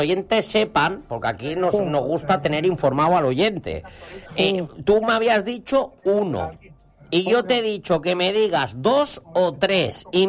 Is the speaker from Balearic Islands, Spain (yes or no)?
no; Barcelona, Catalonia, Spain; yo es que soy de Barcelona, aunque a mí Badalona siempre he dicho que me encanta también.